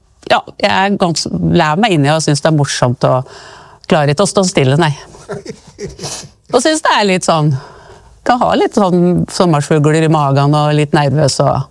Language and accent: Norwegian; Reinsvoll, Innlandet, Norway; jeg husker jo når jeg vokste opp her på Reinsvoll, alt var jo frivillig.